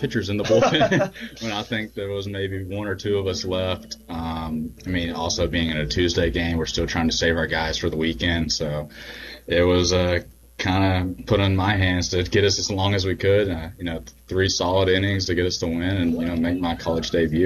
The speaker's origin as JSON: {"language": "English", "area": "Rusk", "region": "Texas", "country": "United States", "tie": "born or raised there", "moved": "as an adult", "said": "it's my hometown."}